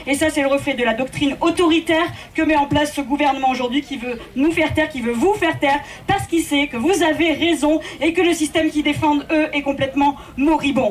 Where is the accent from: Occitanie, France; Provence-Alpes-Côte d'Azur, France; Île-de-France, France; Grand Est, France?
Occitanie, France; Toulouse; Par chez moi, on dit beaucoup « Non macadam », je viens de Toulouse, contre une fameuse autoroute